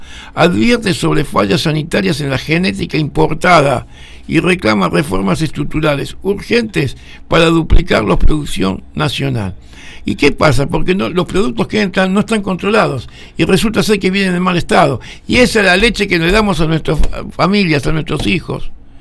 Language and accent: Spanish; Argentina; como argentinos estamos cada vez más locos